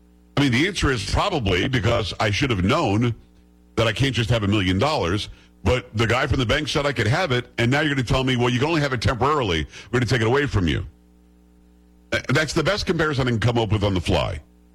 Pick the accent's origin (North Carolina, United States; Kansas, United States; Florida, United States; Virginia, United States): Florida, United States; I grew up in South Florida, as I say all the time.